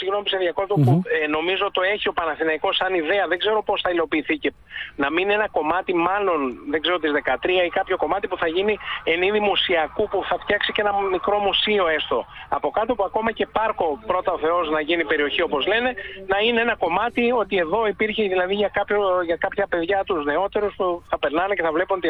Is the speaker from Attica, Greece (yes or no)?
yes; Athens, Attica, Greece; Κοίτα, είναι 2 στενά, είμαι πίσω από τη Γαδά ουσιαστικά, Πανόρμο και Αλεξάνδρας.